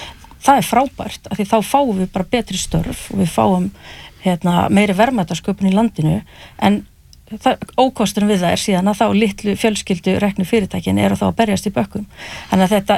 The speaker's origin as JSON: {"language": "Icelandic", "town": "Hrísey", "region": "Northeastern Region", "country": "Iceland", "tie": "born or raised there", "said": "ég brálst upp í Hrísu og horfði á sjávarútveginn þar hrynja sama er að gerast í sjávarþorpum hringin í kringum landi"}